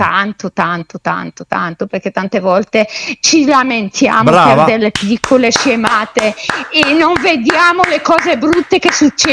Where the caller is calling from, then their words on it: Sovere, Lombardy, Italy; io dico di Breno, ma io sono di Sovere.